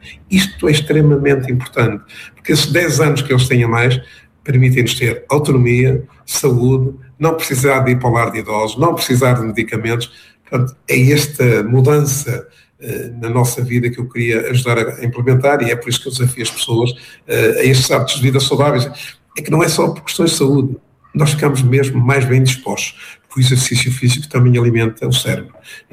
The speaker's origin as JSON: {"language": "Portuguese", "town": "Fiães", "country": "Portugal", "tie": "born or raised there"}